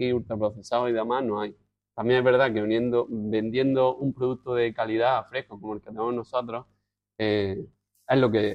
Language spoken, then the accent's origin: Spanish; Almería, Andalusia, Spain; Deportiva de Almería, y por mi tierra